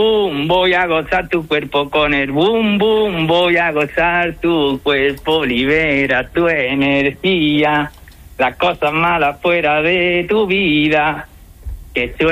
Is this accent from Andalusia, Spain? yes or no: yes; Córdoba, Andalusia, Spain; Pues de Córdoba capital.